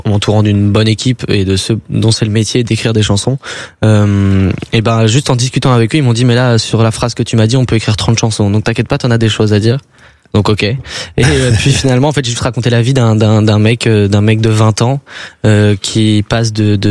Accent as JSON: {"language": "French", "region": "Brittany", "country": "France", "moved": "as an adult", "lives_now": "Paris, France", "said": "Moi j'habite en Bretagne. Je suis du côté de Rennes, un peu plus. C'est à une heure de Rennes vraiment. Je suis pas très loin."}